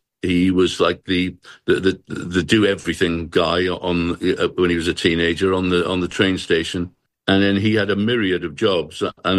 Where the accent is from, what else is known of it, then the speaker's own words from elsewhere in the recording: Wrexham, Wales, United Kingdom; We had an ancient city just up the road in Chester. So Chester was like the, for want of a better word, the snobby, you know, city.